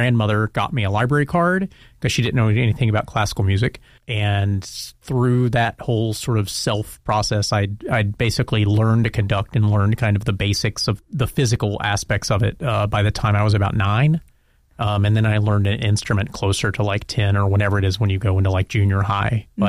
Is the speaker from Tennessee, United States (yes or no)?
no; North Carolina, United States; So I'm from North Carolina, and my wife and I live there with our dogs now.